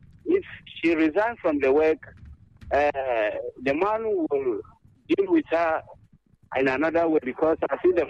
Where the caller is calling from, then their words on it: Accra, Greater Accra, Ghana; Please, I am calling from Accra.